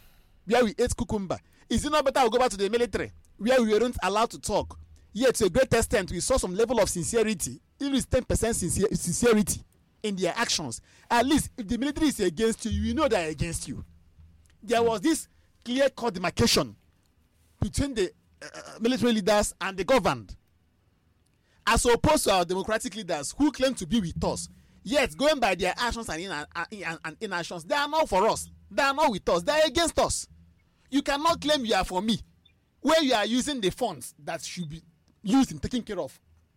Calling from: Nigeria; as a Nigerian citizen

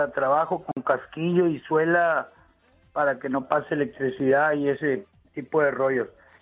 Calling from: Ensenada, Baja California, Mexico; Yo estoy aquí en Ensenada, nomás que el área del teléfono este es de Tecate, yo vivo en Ensenada.

